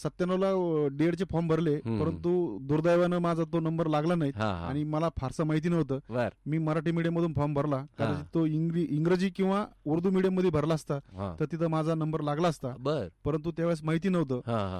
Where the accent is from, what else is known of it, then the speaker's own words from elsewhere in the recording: Gonegaon, Maharashtra, India; also born or lived in Pachegaon / Shrirampur; माझं बालपण एक खेडेगावातलं नेवासा तालुक्यात गोनेगाव म्हणून आहेत.